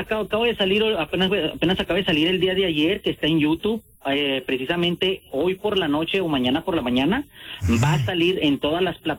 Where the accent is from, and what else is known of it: Ciudad Juárez, Chihuahua, Mexico; now in Arizona, United States